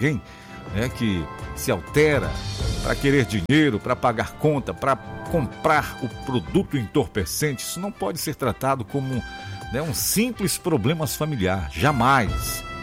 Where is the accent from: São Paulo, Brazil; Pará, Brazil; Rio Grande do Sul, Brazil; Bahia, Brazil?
Pará, Brazil; Alenquer; na minha terrinha, na cidade de Alenquer.